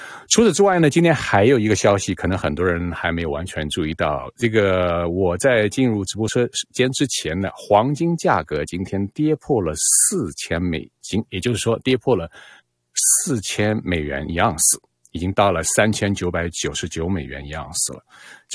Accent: Canada; 所以作为加拿大人来讲，我们加拿大央行行长在昨天公开讲了这么一段话

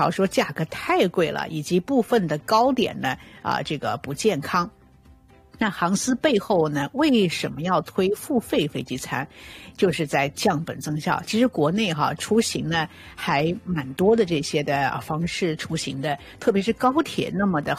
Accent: Sichuan, China; 我家乡四川

